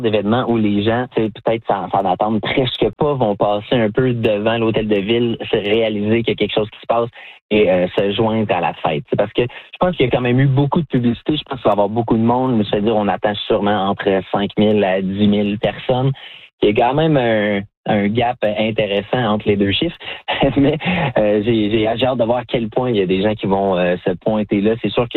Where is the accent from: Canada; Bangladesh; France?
Canada; Clarence Creek, Ontario; Moi, étant un peu plus de la campagne, je viens du village de Clarence Creek, de la région de Clarence-Rockland, dans l'Est Ontario.